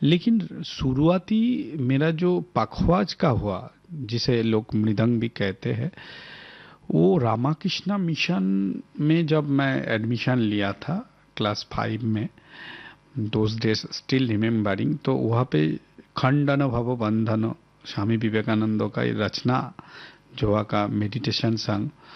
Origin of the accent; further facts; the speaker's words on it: Kolkata, West Bengal, India; born there; now in Chhattisgarh, India; मेरा जन्म कोलकाता में हुआ। कोलकाता एक सांगीतिक परिवार।